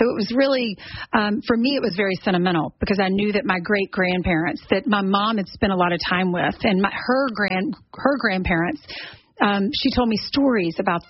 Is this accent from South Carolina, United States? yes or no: yes; South Carolina, United States; I grew up in South Carolina, and we would go to the battle at Cowpens.